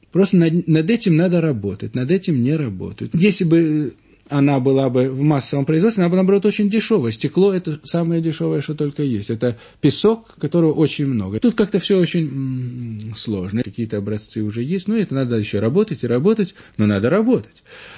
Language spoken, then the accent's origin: Russian; Leningrad, Saint Petersburg, Russia; also born or lived in Crimea; правда, родился в Крыму, но в молодом возрасте приехал в Ленинград. И так что, конечно, действительно, я ленинградец и не мыслю себя совершенно в другом городе.